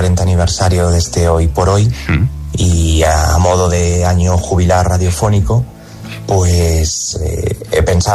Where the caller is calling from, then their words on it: Torrecaballeros, Castile and León, Spain; Buenos días … de Torre Caballeros.